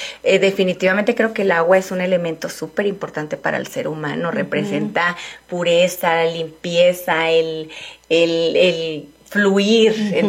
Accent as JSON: {"language": "Spanish", "country": "Mexico", "moved": "yes", "said": "sobre todo los que somos de México"}